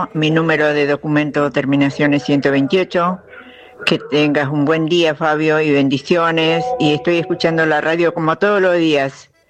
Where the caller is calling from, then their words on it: Rafael Castillo, Buenos Aires Province, Argentina; de Rafael Castillo.